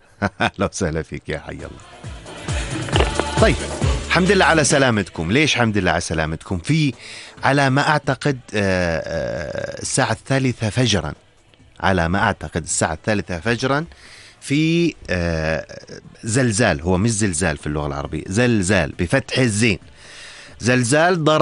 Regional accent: Jordan; طبعا ما كانت هاي القوة عندنا بالأردن

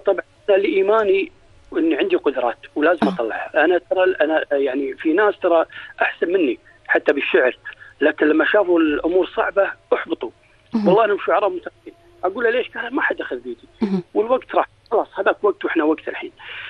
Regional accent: Kuwait; وأنا كويتي وافتخر

